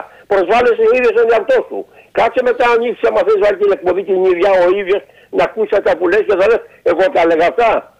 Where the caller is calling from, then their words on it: Piraeus, Attica, Greece; εγώ είμαι από τον Πειραιά.